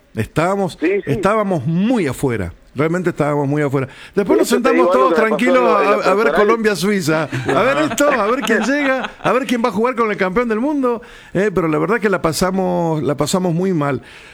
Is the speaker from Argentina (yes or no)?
yes; Argentina; Los argentinos siempre estamos perdiendo por goleada